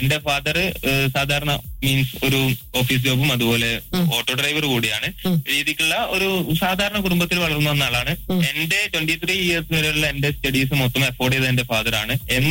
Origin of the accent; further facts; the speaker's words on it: Kannur district, Kerala, India; ഞങ്ങളുടെ നാട് ഇവിടെ കണ്ണൂർ ജില്ലയിൽ നിന്ന് അടുത്ത് തന്നെയാണ്, ഒരു 4 kilometers മാത്രമേ ഉള്ളൂ കണ്ണൂർ ടൗണിന്.